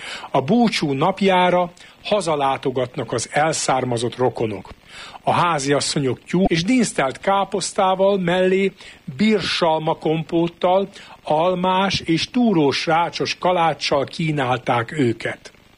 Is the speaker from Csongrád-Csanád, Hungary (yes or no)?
no; Újkígyós, Békés, Hungary; szülőfalum újkígyós